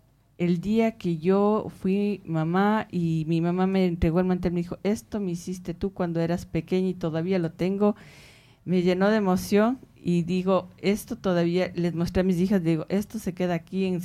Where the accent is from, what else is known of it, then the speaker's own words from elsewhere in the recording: Ecuador; eso es lo que nos llena como ecuatorianos, que nos distingue de la mayoría de la población, el mantener, aunque sea en la distancia, a la familia unida.